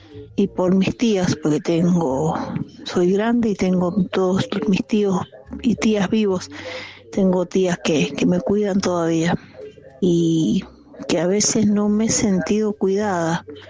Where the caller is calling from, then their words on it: Mendoza, Argentina; yo soy de Mendoza, vivo en sobre Ruta Panamericana, en Chacras de Coria. Vivo en la montaña en este momento, en un lugar bastante alejado, solitario, hermoso, me siento bien, vivo sola.